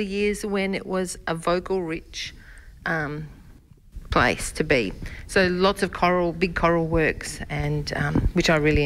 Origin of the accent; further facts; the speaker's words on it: Queensland, Australia; moved away; also born or lived in Tanunda; No, I've been here 33 years, but I grew up in Queensland. And then after a while, I went and lived in Tanunda for a couple of years.